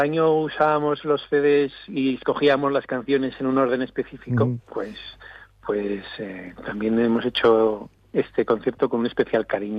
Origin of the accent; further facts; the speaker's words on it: Asturias, Spain; una noche maravillosa de las que tenéis en Guadalajara, porque yo soy de Asturias y sería impensable hacer esto aquí.